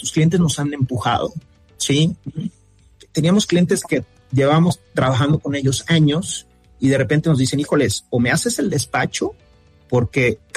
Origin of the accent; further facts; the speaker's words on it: Mérida, Yucatán, Mexico; yo soy de Mérida